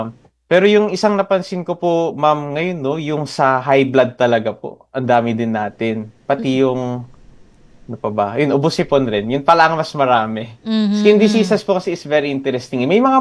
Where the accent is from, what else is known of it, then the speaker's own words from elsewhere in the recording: Central Luzon, Philippines; Ako po ay from Zambales din po. Tubang Zambales.